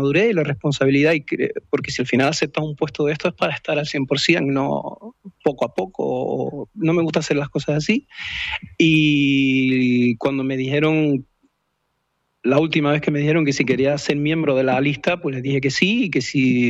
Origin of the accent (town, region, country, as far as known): Canary Islands, Spain; moved away